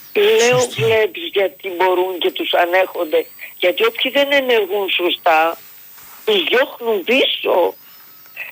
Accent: Central Macedonia, Greece; moved away; also born or lived in Germany; Όχι. Όλοι είμαστε από ένα χωριό. Μετά οι γονείς μου φύγανε στη Γερμανία από το 60. Μετά πήρανε και εμένα με τη μητέρα

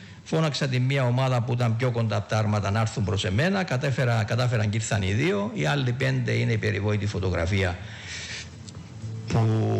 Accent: Kythrea, Nicosia District, Cyprus; moved away; από την Κυθρέα, από το χωριό μου

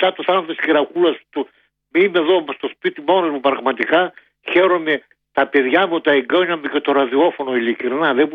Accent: Eastern Macedonia and Thrace, Greece; το χωριό μου είναι 6 χιλιόμετρα, είναι δίπλα στη Δράμα.

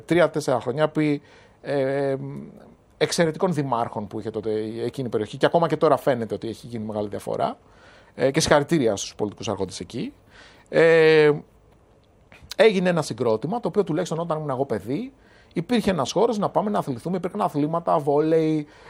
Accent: Peristeri, Attica, Greece; μεγάλωσα στη Χωράφα πάνω στο Περιστέρι.

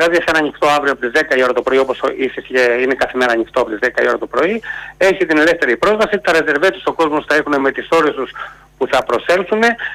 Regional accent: Patras, Western Greece, Greece; Αγαπάω την πόλη μου. Είμαι γέννημα Θερμαπατρινός.

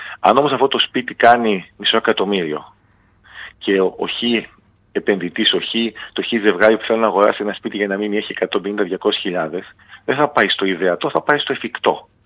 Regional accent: Northern Greece, Greece; Στην εκδήλωση αυτή, η οποία είναι η πρώτη που κάνω στη Βόρεια Ελλάδα, την πατρίδα μου, θα έχουμε μια σειρά από καινοτομίες πανελλαδικές.

